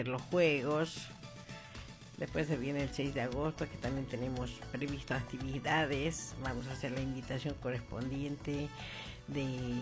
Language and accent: Spanish; Bolivia; now in Argentina; comunidad boliviana, nos gusta simplemente nuestro ranchito, ¿no? Nosotros como bolivianos vamos a ir por ahí a vivir todos a Celina o todos más allá.